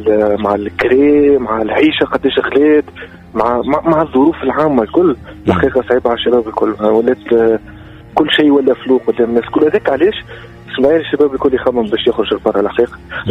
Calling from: Tunisia; انا شاب تونسي نعرفش كيما واحد في عمري مثلا 29 سنة

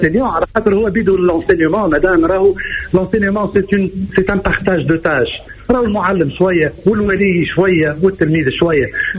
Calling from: Tunisia; أنا من تونس.

